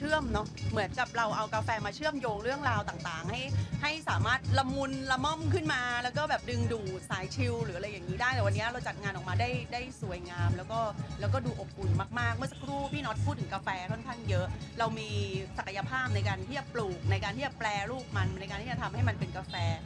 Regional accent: Nakhon Si Thammarat, Thailand; ด้วยความที่เราก็เป็นคนนครศรีธรรมราชนะคะ

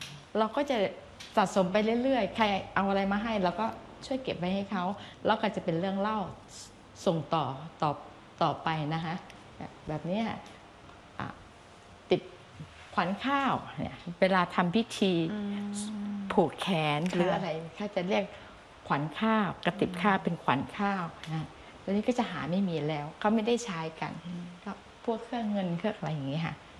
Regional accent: Ubon Ratchathani, Thailand; born there; เราเกิดที่จังหวัดอุบล

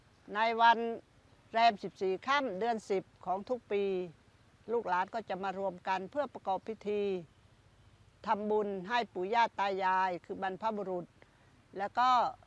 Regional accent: Ta Phraya, Sa Kaeo, Thailand; แต่คุณแม่เป็นคนไทยค่ะคุณแม่เป็นคนแถวบุรีรัมย์แล้วก็มาก็เจอคุณพ่อก็สมรสกันนะคะก็มีบุตรซึ่งดิฉันก็เกิดที่นี่ตอนนี้อายุ62ปีก็ถือว่าอยู่62ปีแล้วล่ะ

